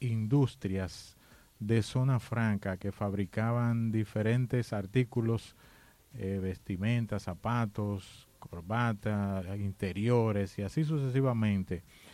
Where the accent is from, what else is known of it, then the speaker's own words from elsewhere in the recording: Dominican Republic; yo soy santanero allá, yo soy de Los Mangos